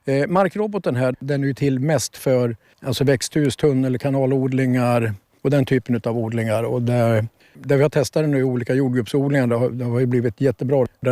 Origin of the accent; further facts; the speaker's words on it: Sweden; jag kommer från Sverige.